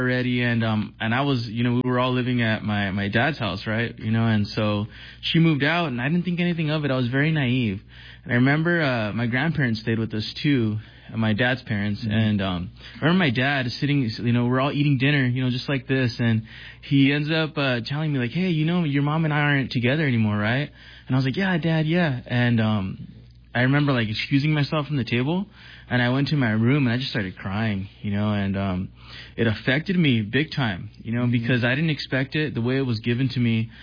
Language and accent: English; California, United States; So I grew up in Cali. My father basically came across the border from Mexico when he was 5.